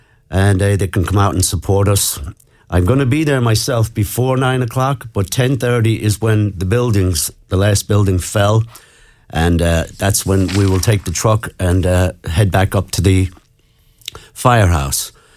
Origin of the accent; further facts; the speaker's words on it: Tubbercurry, County Sligo, Ireland; also born or lived in New York, United States; Yeah, I was born in New York and we moved back to Ireland in 73 to Charlestown. And then Dad opened a business and stayed in Tubbercurry until 79, went back to America.